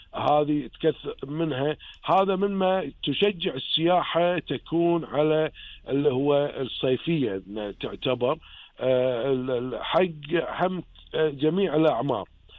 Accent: Kuwait; هذا انا مو كوني انا كويتي

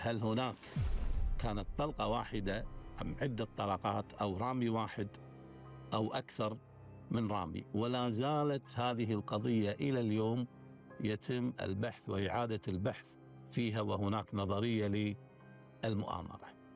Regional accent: Kuwait; وإحنا نسميها عندنا بالكويت نسمي شوزن ونسمي نص شوزن وربع شوزن.

